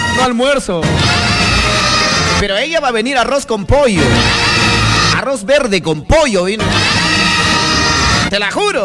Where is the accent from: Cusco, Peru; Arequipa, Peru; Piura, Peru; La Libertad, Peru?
La Libertad, Peru; Otuzco; moved away; Como decían en mi tierra de Otuzco